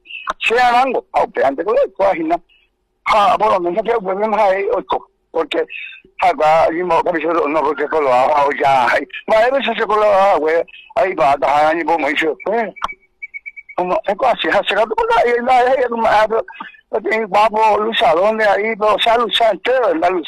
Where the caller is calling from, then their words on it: Paraguay; todos somos hermanos, todos somos paraguayos